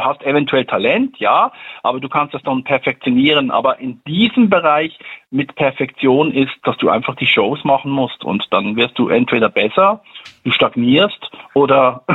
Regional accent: Switzerland; Also bei uns in der Schweiz, bin ja Schweizer, nennt man das Klinkeputzer.

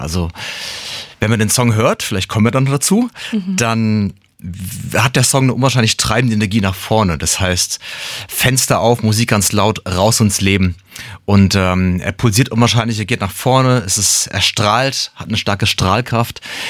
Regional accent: Frankfurt, Hesse, Germany; born or raised there; now in Mainz, Germany

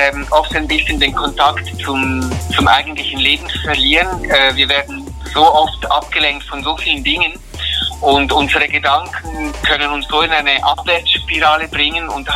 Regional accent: Switzerland; Und wir Kinder sind dann hier in der Schweiz geboren und aufgewachsen.

